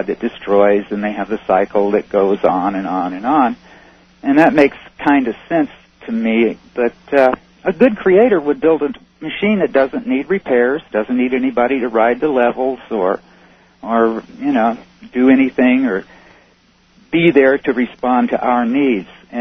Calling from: Burbank, California, United States; I'm calling from Burbank, California.

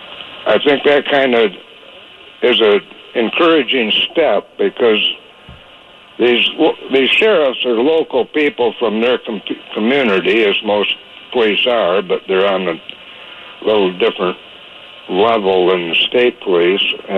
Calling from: Michigan, United States; here in Michigan

